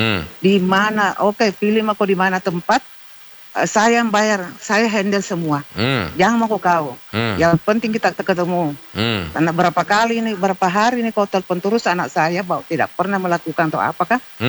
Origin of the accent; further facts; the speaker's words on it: South Sulawesi, Indonesia; Kita ini Bugis Makassar memang harus lebih dalam itu ilmu sirit napace